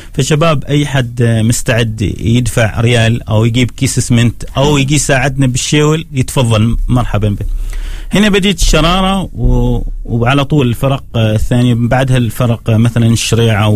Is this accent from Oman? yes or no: yes; Ad Dakhiliyah, Oman; احنا طابعنا في سرور أجمل، إنها واحة تعتبر أكبر واحة